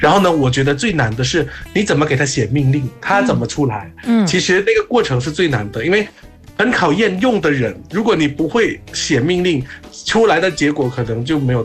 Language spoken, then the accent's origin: Chinese; Thailand